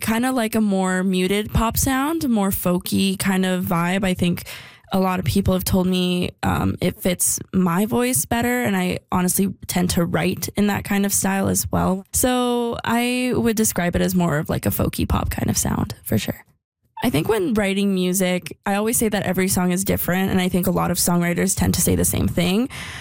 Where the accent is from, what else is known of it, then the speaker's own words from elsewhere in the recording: Calgary, Alberta, Canada; I am an artist from Calgary, Alberta.